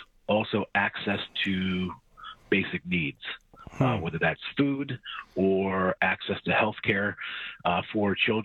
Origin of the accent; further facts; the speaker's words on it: Oil City, Pennsylvania, United States; also born or lived in Oakland; I come originally from Oakland, is where I was born. But we moved to Oil City, and from there I wound up going to college in Pennsylvania